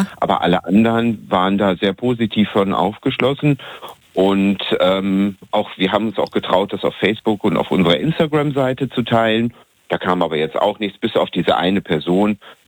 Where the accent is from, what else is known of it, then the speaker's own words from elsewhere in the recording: Gelsenkirchen, North Rhine-Westphalia, Germany; Ja, es kommt aus meiner alten Heimatstadt, aus Gelsenkirchen.